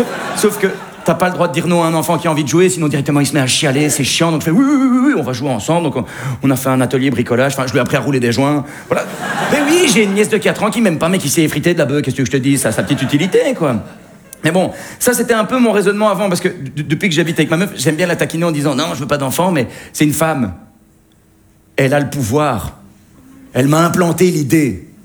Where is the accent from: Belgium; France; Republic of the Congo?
Belgium